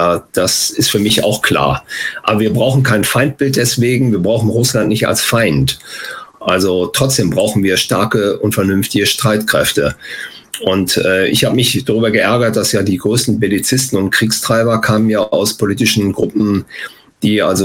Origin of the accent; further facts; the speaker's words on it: Germany; Und wir müssen halt als Deutsche da eben anders mit umgehen.